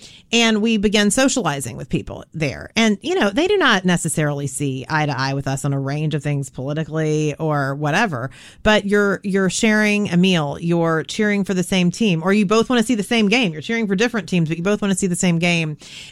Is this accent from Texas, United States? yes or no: yes; Texas, United States; I grew up in Texas.